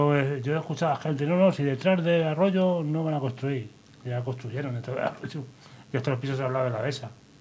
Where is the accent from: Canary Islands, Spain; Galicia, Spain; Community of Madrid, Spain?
Community of Madrid, Spain; yo me crié cerca de Quiojo Fermín.